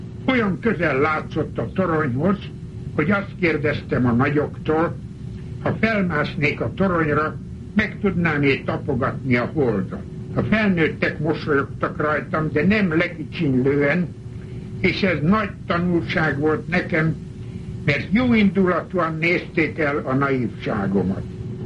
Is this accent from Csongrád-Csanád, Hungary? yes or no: no; Gyulavári, Békés, Hungary; moved away as an adult; now in United States; Mikor 11 éves koromban elköltöztünk Gyulaváriból, a szülőfalunktól fájdalmas búcsút vettem, mely azt hittem, örökre szól. Ugyanezt hittem 48 éves koromban, mikor elhagytam Magyarországot, és Amerikába jöttem.